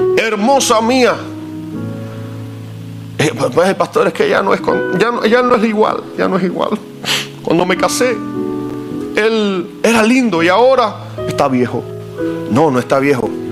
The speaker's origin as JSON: {"language": "Spanish", "country": "Cuba", "moved": "yes", "said": "En mi país somos muy cariñosos. El cubano le dice mi amor, mi vida a todo el mundo."}